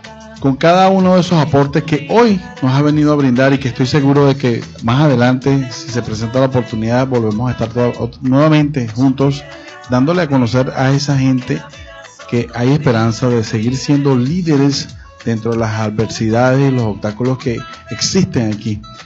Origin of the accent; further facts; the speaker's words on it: Venezuela; apoyando a nuestra labor como venezolanos